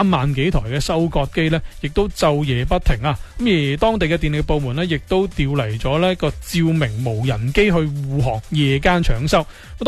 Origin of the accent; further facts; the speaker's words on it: China; 亦都讲出咗我哋中国人对于粮食嘅嗰种嘅情感。